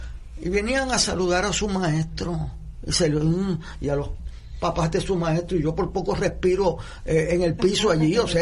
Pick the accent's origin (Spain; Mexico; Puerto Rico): Puerto Rico; soy puertorriqueño